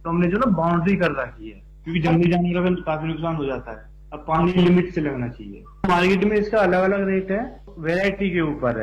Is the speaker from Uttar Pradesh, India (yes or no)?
yes; Bulandshahr district, Uttar Pradesh, India; मैं रहने वाला जिला बुलंदशहर पुर्जा, मेरे गांव का नाम ग्राम गवाह है